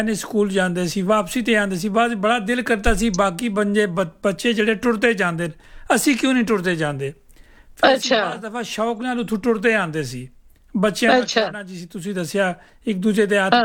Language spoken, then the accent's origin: Punjabi; Rawalpindi, Punjab, Pakistan; also born or lived in Gulyana; ਮੈਂ ਪਿੰਡੀ 'ਚ ਪੈਦਾ ਹੋਇਆ, ਪਿੰਡੀ ਮੇਰਾ ਸ਼ਹਿਰ ਹੈ, ਵੈਸੇ ਮੇਰਾ ਗਾਉਂ ਗੁਲਿਆਣਾ, ਗੁਲਿਆਣੇ ਦਾ ਮੈਂ ਰਹਿਣ ਵਾਲਾ, ਅਤੇ ਮੇਰਾ ਬਚਪਨ ਸਾਰਾ ਪਿੰਡੀ 'ਚ ਗੁਜ਼ਰਿਆ।